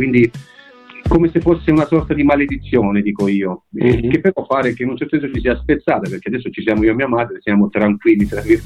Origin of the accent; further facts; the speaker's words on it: Gallipoli, Apulia, Italy; Gallipoli in provincia di Lecce, sì. Diciamo che io abitavo in questa casa cantoniera nella periferia di Gallipoli.